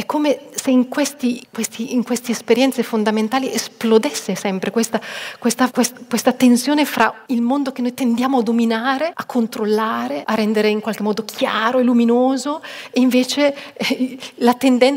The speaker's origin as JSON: {"language": "Italian", "region": "Vienna", "country": "Austria", "said": "e faccio riferimento a un autore, vengo da Vienna, un autore austriaco, uno dei più grandi autori austriaci"}